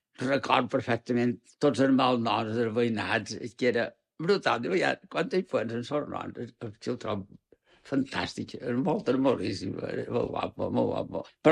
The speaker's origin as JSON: {"language": "Catalan", "town": "Palma", "region": "Balearic Islands", "country": "Spain", "tie": "born or raised there", "said": "I vaig néixer allà i me vaig criar... Fins als 30 anys vaig viure a Sant Ferrer i vaig viure el que és un barri."}